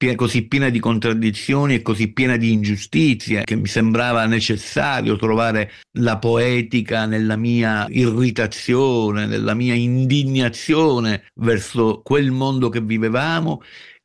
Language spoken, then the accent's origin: Italian; Sicily, Italy; ma io da siciliano ho dovuto raccontare una città della mafia perché se no mi sarei sentito un disertore rispetto alle necessità della mia terra.